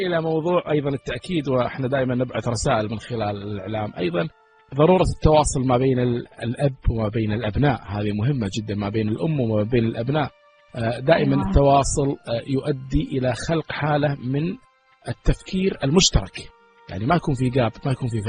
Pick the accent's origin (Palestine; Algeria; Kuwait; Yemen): Kuwait; شاهدت الكويت وشاهدت بلدي الكويت